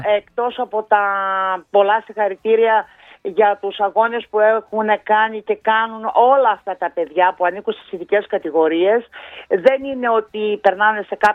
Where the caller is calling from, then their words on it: Didymoteicho, Eastern Macedonia and Thrace, Greece; Είμαι μία μητέρα από το Δημότυχο.